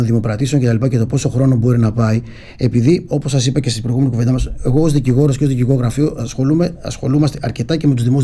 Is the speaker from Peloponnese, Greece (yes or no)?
no; Kastoria, Western Macedonia, Greece; moved away; επέστρεψα στην αγαπημένη μου Καστοριά